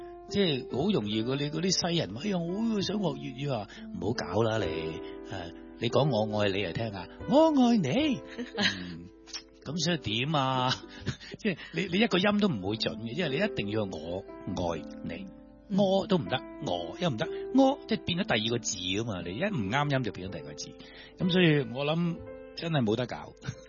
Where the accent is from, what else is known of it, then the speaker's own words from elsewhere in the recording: Guangdong, China; 我哋广东人